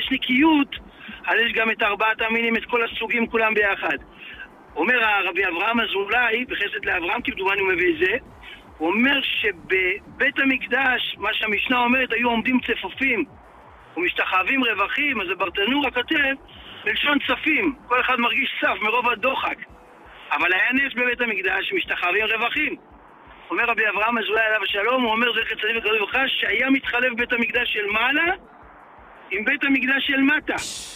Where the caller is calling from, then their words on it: Elad, Central District, Israel; אנחנו מאלעד.